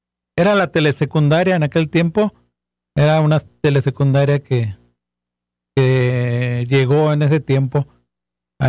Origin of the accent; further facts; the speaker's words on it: Santo Domingo, San Luis Potosí, Mexico; moved away; yo soy originario de San Luis Potosí.